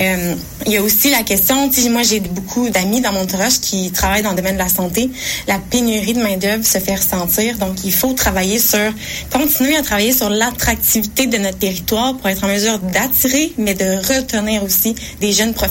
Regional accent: Rimouski, Quebec, Canada; Je suis native de Rimouski et j'ai toujours prêché pour ma paroisse, même quand j'étais ailleurs dans le monde.

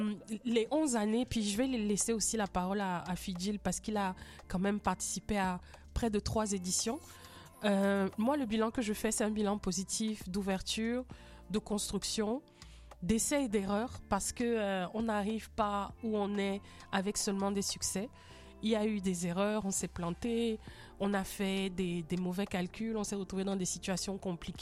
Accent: Cameroon; On a beaucoup de folie chez nous au Cameroun.

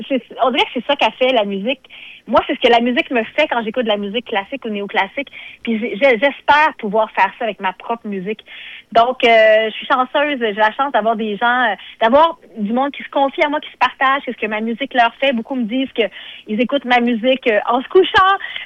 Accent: Maria, Quebec, Canada; moved away as an adult; quand j'y retournais après ça en Gaspésie, à Maria, dans mon village

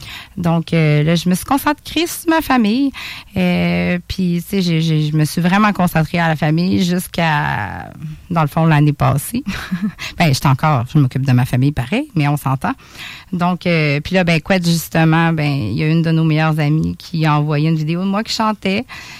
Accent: Quebec City, Quebec, Canada; born there; also born or lived in Montreal; j'ai grandi à Loretteville, une bonne partie de ma jeunesse. Avant ça, j'étais à Montréal. Mais tout mon secondaire, une partie de mon primaire, ben, je l'ai faite à Québec.

